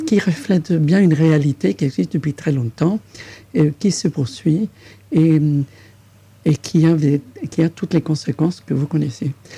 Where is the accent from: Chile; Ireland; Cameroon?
Chile; moved away; mon pays d'origine, qui est le Chili